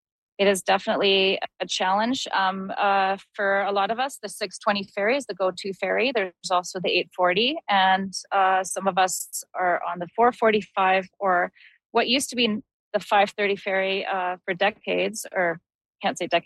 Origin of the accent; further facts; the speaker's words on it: British Columbia, Canada; I grew up on the Sunshine Coast. That's where my home is. That's where I went to school. That's where I have my friends.